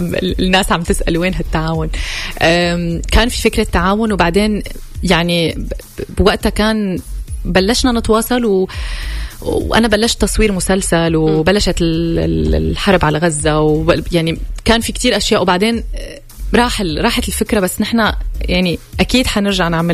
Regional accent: Syria; أنا سورية

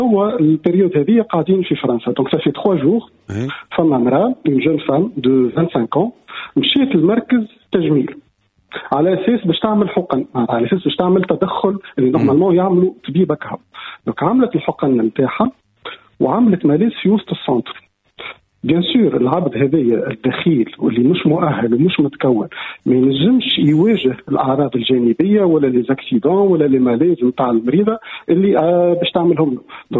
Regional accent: Tunisia; عندنا في تونس

